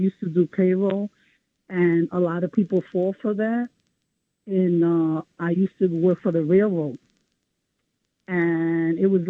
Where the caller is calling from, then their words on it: New York City, New York, United States; from the Bronx.